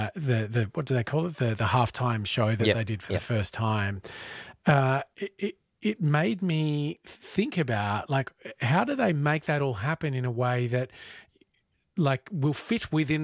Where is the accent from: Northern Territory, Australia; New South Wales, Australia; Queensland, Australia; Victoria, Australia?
New South Wales, Australia; Jindabyne; I grew up in Jindabyne